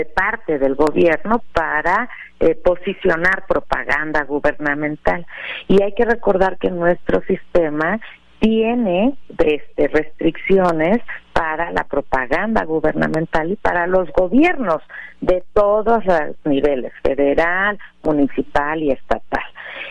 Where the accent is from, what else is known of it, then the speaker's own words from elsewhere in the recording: Mexico; como mexicanas y mexicanos